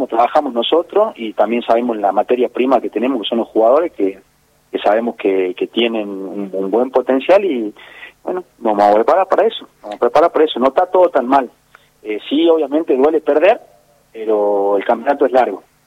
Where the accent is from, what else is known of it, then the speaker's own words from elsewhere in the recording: Salta, Argentina; soy de Salta